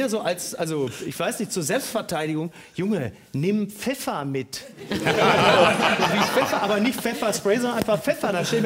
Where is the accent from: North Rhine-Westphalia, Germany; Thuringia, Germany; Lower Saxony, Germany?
North Rhine-Westphalia, Germany; Recklinghausen; Wir kommen ja, du kommst ja aus Unna, ich komme aus Recklinghausen, du kommst aus Recklinghausen.